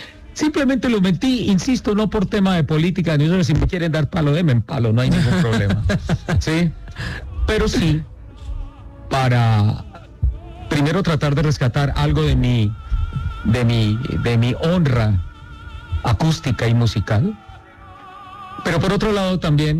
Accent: Colombia; se debe a lo que nosotros como colombianos seamos, la materia prima más importante de este país.

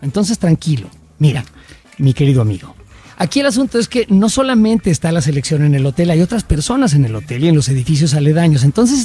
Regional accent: Mexico; mexicanos que estamos orgullosos de lo que proyectamos al mundo.

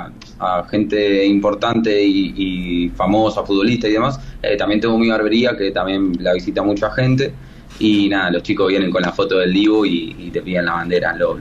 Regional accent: Quilmes, Buenos Aires Province, Argentina; moved away as an adult; now in Madrid, Spain; yo soy allá de Argentina, de Quilmes

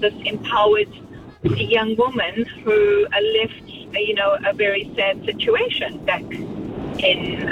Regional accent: Zimbabwe; now in New Zealand; I was born and brought up in Zimbabwe, and I came over to New Zealand in 2001.

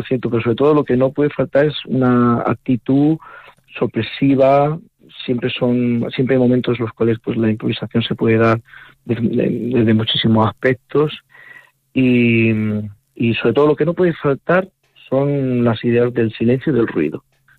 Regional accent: Asturias, Spain; con esta idea de que pues este cante vino de Galicia, que soy de Asturias

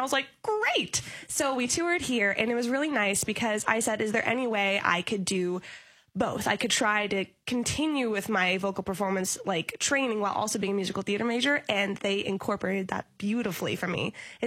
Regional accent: Indianapolis, Indiana, United States; moved away; I'm from Indianapolis, Indiana.

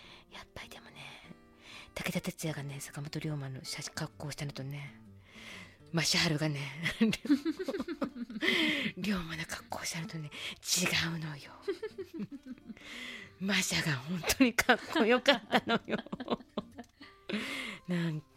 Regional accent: Tohoku, Japan; moved away; 私やっぱり東北出身なのもの

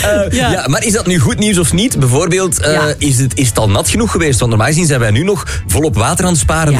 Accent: Flanders, Belgium; Wij zijn Vlamingen.

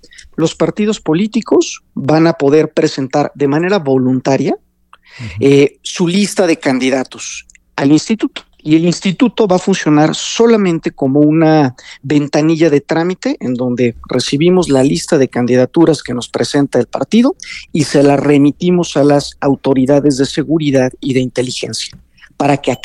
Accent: Mexico; nos importa a todos como mexicanas y mexicanos

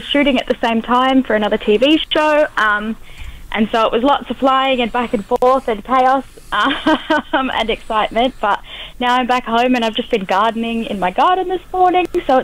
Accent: Perth, Western Australia, Australia; moved away as an adult; now in Melbourne, Australia; So I am a Wadjuk and Balladong Noongar woman. I'm currently based in Melbourne, but I'm from Perth. I'm from Borloo.

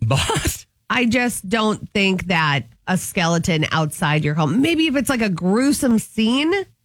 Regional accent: Anoka, Minnesota, United States; I'm from the Halloween capital of the world.

